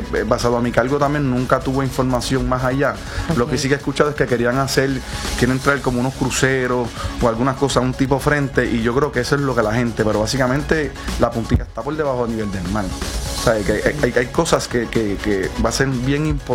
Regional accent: Cataño, Puerto Rico; Yo te puedo decir que yo sí soy de Cataño.

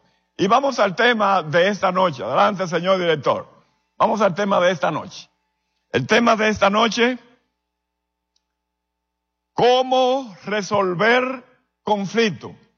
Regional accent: Santiago de los Caballeros, Santiago, Dominican Republic; Ahí estoy trabajando en la República, vengo de la República Dominicana, de Santiago de los 30 Caballeros.

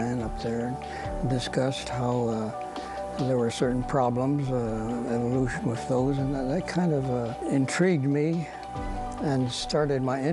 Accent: Haiti; also born or lived in Switzerland / France; I was born in Switzerland, grew up there for a few years, went to France for 1 year, went to France for Haiti, where I spent most of my young childhood and mid-years of youth there.

